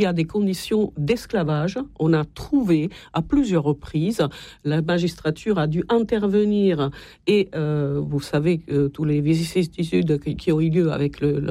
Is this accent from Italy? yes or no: yes; Italy; Vous savez, moi, je suis italienne, je ne viens pas d'un pays...